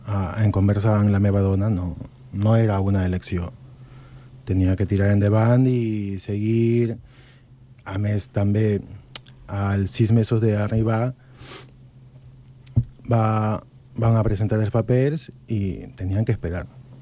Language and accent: Catalan; Peru; Catalan is a second language; moved away as an adult; now in Catalonia, Spain